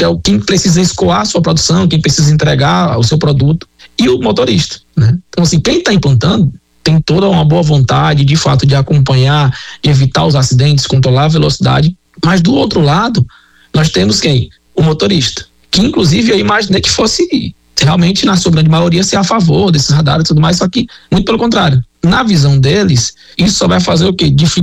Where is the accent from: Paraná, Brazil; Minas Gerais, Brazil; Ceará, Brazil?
Ceará, Brazil; Fortaleza; born or raised there